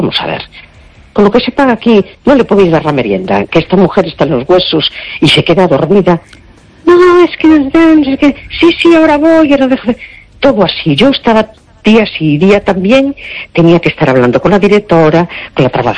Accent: A Coruña, Galicia, Spain

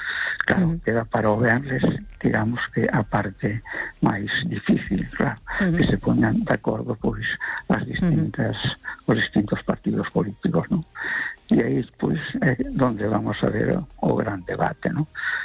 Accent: A Coruña, Galicia, Spain

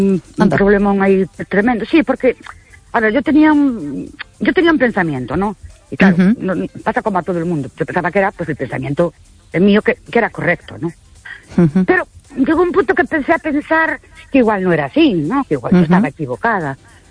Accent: Ourense, Galicia, Spain; Buenas noches … de Ourense.

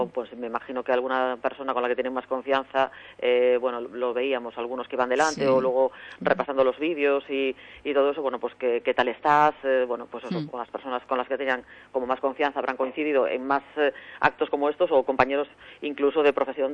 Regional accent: Ribadeo, Galicia, Spain; somos de Ribadeo

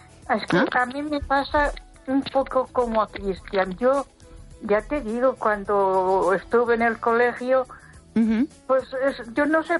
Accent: Catalonia, Spain; Pero vivo en un sitio, yo creo que ya te lo dije, que si no eres de su círculo y saben que soy catalana, automáticamente ya no te aceptan, no.

